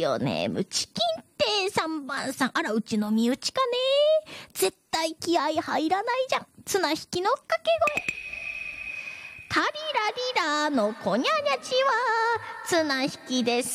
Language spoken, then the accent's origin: Japanese; Miyazaki, Japan; 私もね、宮崎県出身じゃか、一緒に連れてってっつったっちゃけど